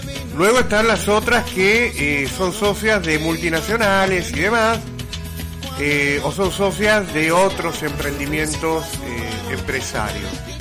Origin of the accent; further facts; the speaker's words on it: Argentina; para nosotros, como argentinos, que vivimos de acuerdo al calendario greco-romano